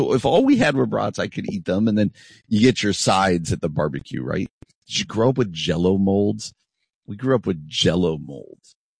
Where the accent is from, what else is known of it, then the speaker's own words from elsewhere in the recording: New Jersey, United States; I grew up in New Jersey. I grew up on the East Coast.